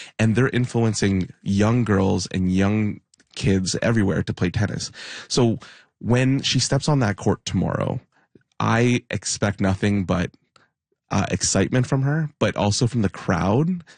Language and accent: English; Philippines; Yeah, so being Filipino, we don't have many sports teams or big national teams that have been successful.